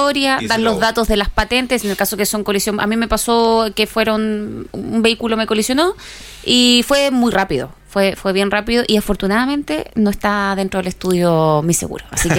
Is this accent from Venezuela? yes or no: no; Chile